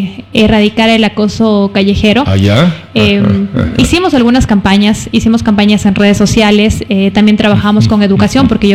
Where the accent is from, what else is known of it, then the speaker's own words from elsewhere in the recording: Loja, Ecuador; also born or lived in Toronto, Canada; Nací en Loja, en el cantón Loja, en la parroquia San Sebastián.